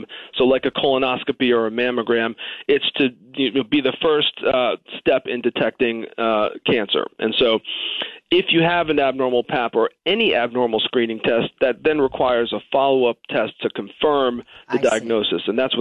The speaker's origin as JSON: {"language": "English", "town": "Boston", "region": "Massachusetts", "country": "United States", "tie": "born or raised there", "moved": "as an adult", "lives_now": "Wilton, Connecticut, United States", "said": "I grew up in the Northeast. I'm from the Boston area, so not too far away."}